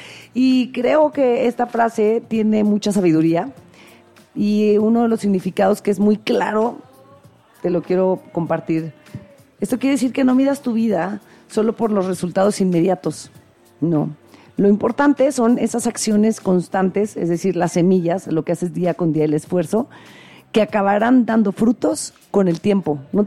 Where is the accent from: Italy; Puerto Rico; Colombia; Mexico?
Mexico; después de lo que vivimos ayer como mexicanos